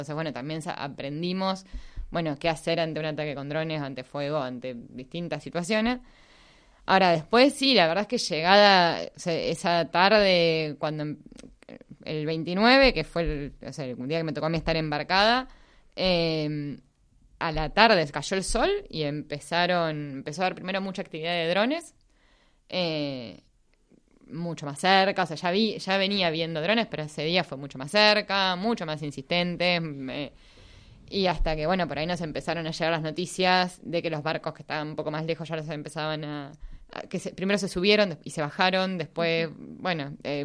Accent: Mar del Plata, Buenos Aires Province, Argentina; born there; yo nací en Mar del Plata, con el mar tengo.

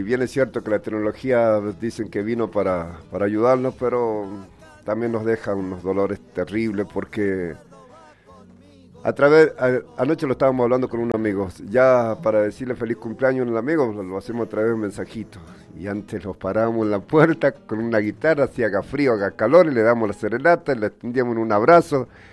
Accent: 9 de Julio, San Juan, Argentina; moved away; de allá de los pagos de mi San Juan querido, mi San Juan del alma y de mi pueblito 9 de julio

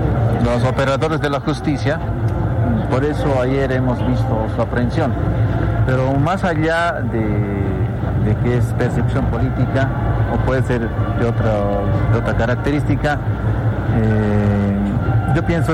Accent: Bolivia; Yo voy a defenderme como ciudadano boliviano y también como autoridad.

